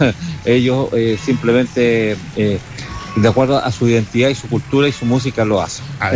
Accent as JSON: {"language": "Spanish", "region": "Norte Grande", "country": "Chile", "tie": "born there", "said": "porque yo soy nacido aquí en el norte y soy un defensor acérrimo de lo que es el norte y sus tradiciones, música y todo eso."}